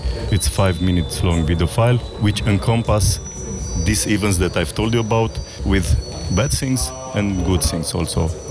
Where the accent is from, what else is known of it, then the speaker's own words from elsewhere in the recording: Romania; So for us in Eastern Europe, I'm from Romania, by the way, for us, the aliens exist